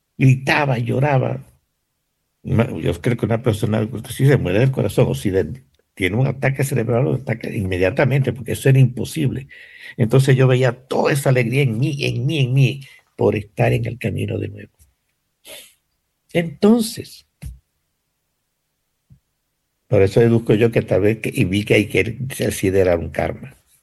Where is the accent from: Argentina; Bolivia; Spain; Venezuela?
Venezuela; moved away as an adult; ya era adulto, ¿no? Pero me pusieron en ese escenario, no sé, en la casa en que yo vivía hasta que salí de Venezuela.